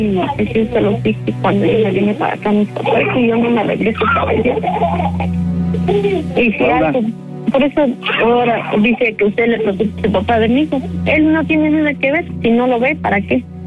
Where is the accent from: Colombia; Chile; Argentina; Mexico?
Mexico; Hidalgo; Soy de Hidalgo.